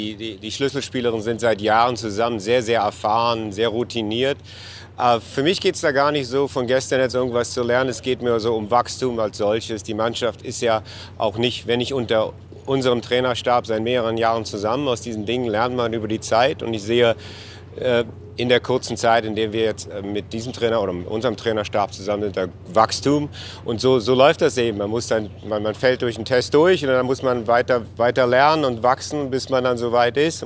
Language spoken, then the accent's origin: German; Berlin, Germany; Ich bin auch als Berliner